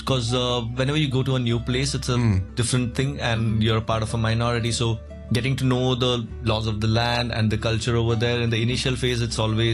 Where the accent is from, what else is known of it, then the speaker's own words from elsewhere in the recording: Pune, Maharashtra, India; moved away as an adult; also born or lived in United States; now in Hong Kong; Yeah, so I'm born and brought up in Pune, India.